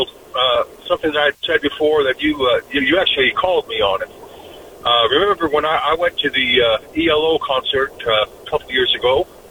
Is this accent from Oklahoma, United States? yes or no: yes; Oklahoma City, Oklahoma, United States; there was that time that I went to the Oklahoma State Fair, which was in my hometown